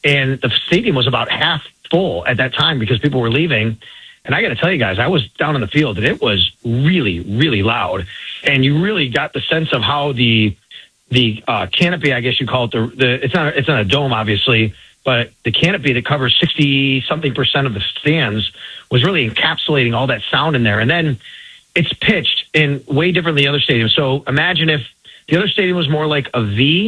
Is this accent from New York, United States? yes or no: yes; Buffalo, New York, United States; because, you know, I grew up here. I grew up in Buffalo.